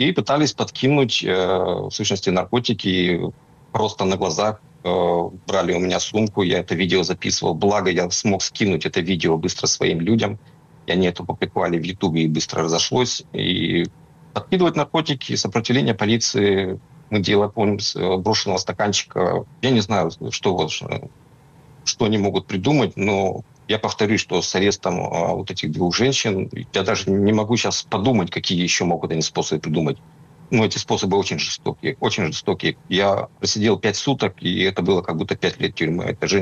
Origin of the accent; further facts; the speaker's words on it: Murmansk Oblast, Russia; я сам из Мурманской области, где много промышленных гигантов